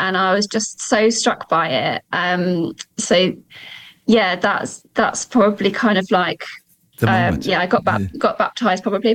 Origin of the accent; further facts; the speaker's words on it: Guildford, South East England, United Kingdom; I'm from Guildford.